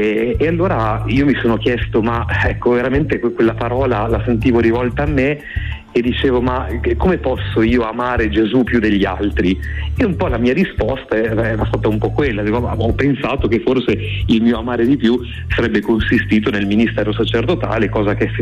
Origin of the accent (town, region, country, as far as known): Parma, Emilia-Romagna, Italy; born or raised there; moved away as an adult; also born or lived in Turkey; now in Rome, Italy